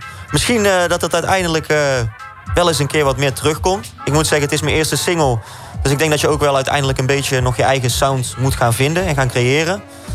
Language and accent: Dutch; Tilburg, North Brabant, Netherlands; Ik kom uit Tilburg, ja. Dus wij zeggen gewoon friet.